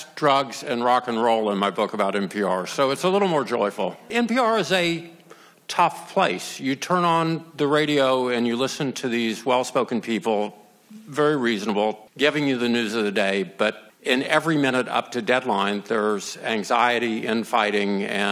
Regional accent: Georgia, United States; I grew up in Georgia, and I worked for the Atlanta Journal and Constitution magazine when I was a kid

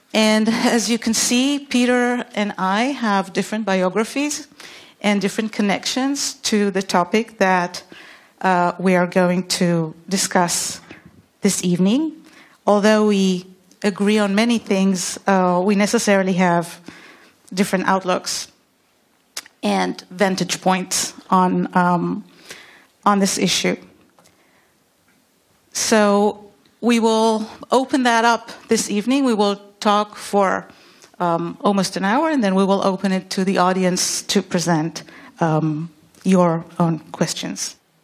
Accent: Israel; moved away as an adult; As you've heard … as you can probably hear from my name, I was born and raised in Israel, where I practiced as a human rights and criminal defense lawyer

